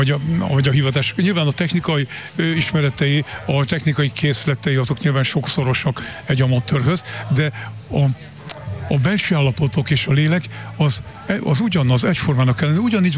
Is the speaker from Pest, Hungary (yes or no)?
no; Jászboldogháza, Jász-Nagykun-Szolnok, Hungary; moved away as an adult; now in Szolnok, Hungary; Én azért jöttem ide Jász Boldogházára, mert én Jász Boldogházán születtem, és életem első 21-22 évét itt ezen a településen éltem